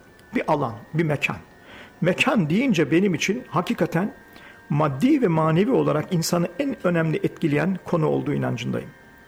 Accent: Ankara, Turkey; moved away as an adult; hemen hemen 20-25 yıla yakın uzak kaldım. Ama burası benim çocukluk şehrim. Mahallem Varlık Mahallesi Yeni Mahalle tarafında, çocukluk ve gençlik Cebeci, Dikimevi ve bu çevrelerde geçti.

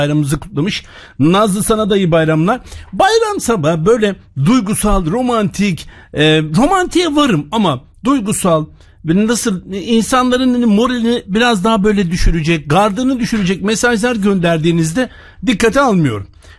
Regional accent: Black Sea Region, Turkey; Biraz Karadeniz'e gelin. Bizim oraların havasını şöyle bir koklayın.

